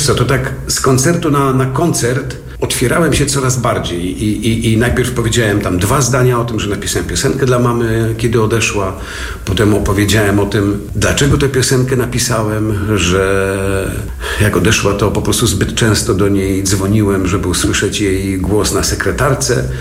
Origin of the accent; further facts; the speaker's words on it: Strzelce Opolskie, Opole Voivodeship, Poland; born there; Moja mama była w Strzelce Opolskim, gdzie się urodziłem, kierowniczką kadr w fabryce mebli.